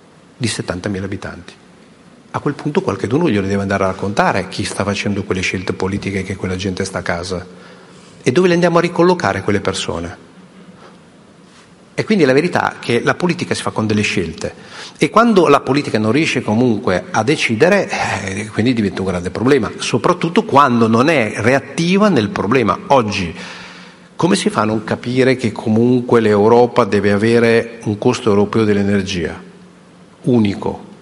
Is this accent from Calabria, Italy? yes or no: no; Modena, Emilia-Romagna, Italy; io vengo da Modena